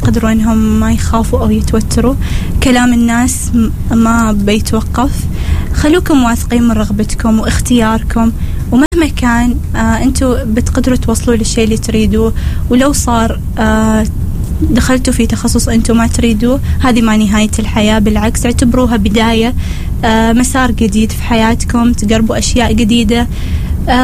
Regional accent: Oman; حالياً أريد أتعرف أكثر على بيئة العمل عندنا في عمان،

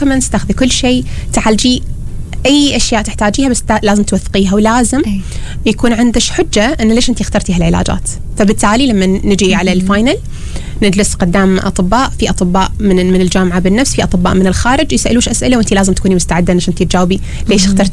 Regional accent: Oman; إحنا عندنا في عمان

